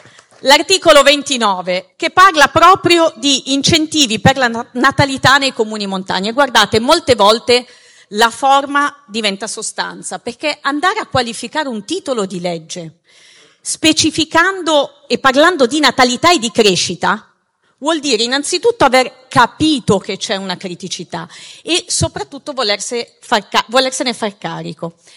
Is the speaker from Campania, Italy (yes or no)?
no; Aosta Valley, Italy; lo dico da Valdostana